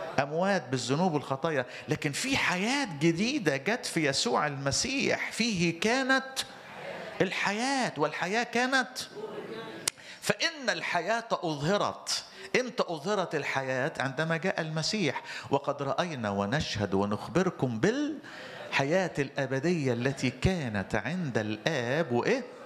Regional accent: Egypt

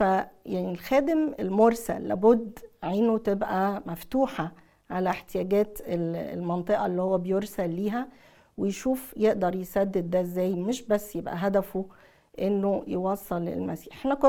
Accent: Asyut, Asyut Governorate, Egypt; moved away; also born or lived in Fayoum / Cairo; انا من اسيوط.

